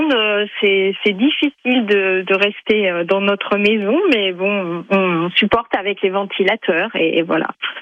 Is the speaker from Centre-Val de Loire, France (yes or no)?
yes; La Membrolle-sur-Choisille, Centre-Val de Loire, France; born there; maintenant je suis née à la Mambrolle sur Choisy.